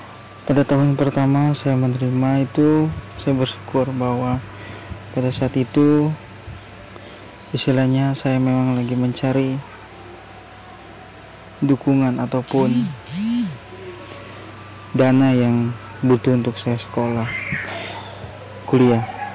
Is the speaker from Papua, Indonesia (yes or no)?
no; Manado, North Sulawesi, Indonesia; Asal saya dari Manado, Sulawesi Utara.